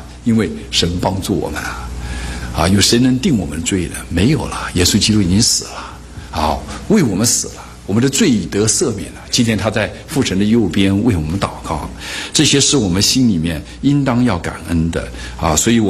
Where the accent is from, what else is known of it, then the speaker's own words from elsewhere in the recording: China; 所以我们中国人是什么都吃，那现在也活得蛮长的啊。